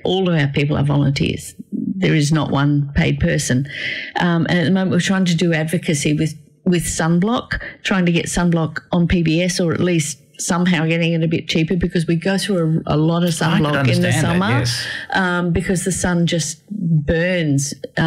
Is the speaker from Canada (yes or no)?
no; Australia; born there; So, you know, I'm actually thankful I was born in Australia.